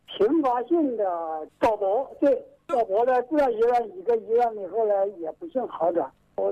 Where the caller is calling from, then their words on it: Xiaogan, Hubei, China; 我是孝感的，孝感三岔镇的。